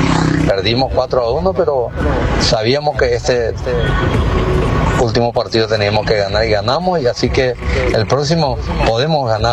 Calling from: Paraguay; Como paraguayo siempre apoyo a nuestra selección

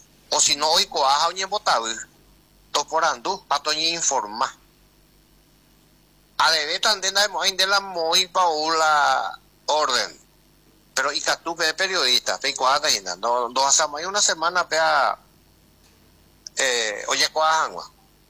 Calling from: Limpio, Central, Paraguay; Yo soy limpeño, de Isla Aveiro soy.

